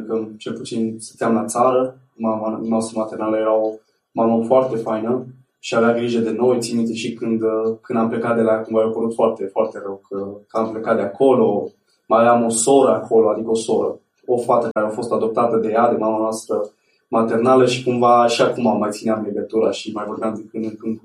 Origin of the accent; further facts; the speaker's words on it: Mehedinți County, Romania; born there; Eu m-am născut în Turnul Severin, undeva pe lângă Turnul Severin, într-un sat.